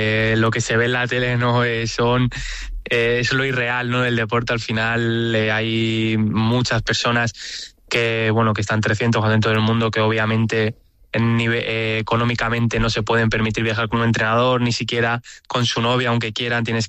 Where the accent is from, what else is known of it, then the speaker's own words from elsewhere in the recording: Spain; Bueno, siempre Rafa Nadal, ¿no? Siendo español, siempre ha sido uno de mis grandes ídolos